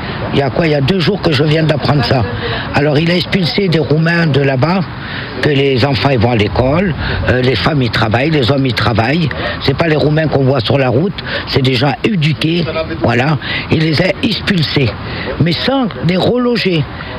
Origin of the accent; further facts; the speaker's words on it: Manosque, Provence-Alpes-Côte d'Azur, France; born there; Et pourtant, on est français. Moi, je suis né à Manosque, j'ai 67 ans.